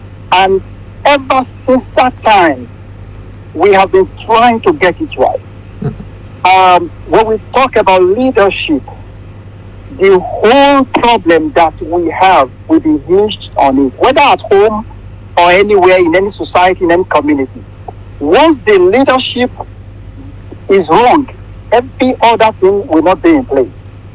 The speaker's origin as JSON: {"language": "English", "country": "Nigeria", "said": "I am first an African man, I am first a Nigerian man before I am a Yoruba man."}